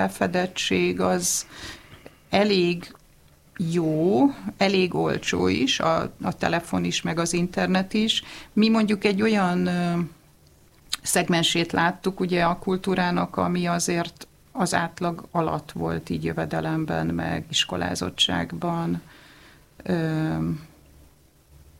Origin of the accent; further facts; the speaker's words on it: Budapest, Hungary; Tehát én Budapesten születtem, Budapesten éltem mindig.